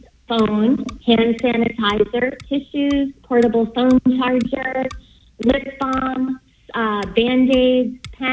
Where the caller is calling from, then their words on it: York, Maine, United States; I'm calling from York, Maine.